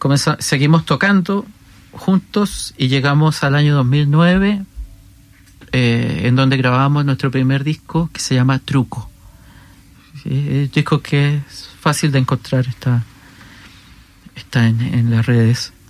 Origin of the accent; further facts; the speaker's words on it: Magallanes and Chilean Antarctica, Chile; hay aficionados al truco en Magallanes, en la Patagonia, donde yo soy.